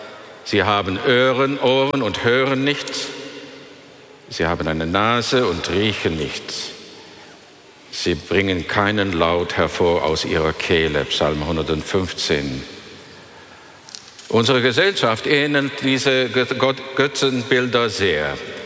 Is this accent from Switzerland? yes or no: no; Netherlands; ich bin ja Niederländer